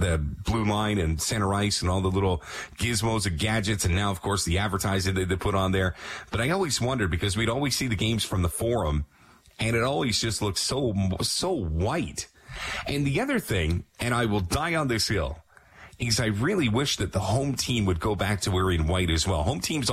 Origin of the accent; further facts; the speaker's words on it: Toronto, Ontario, Canada; because I used to always want to watch the game in Toronto, you know, born and raised in Toronto.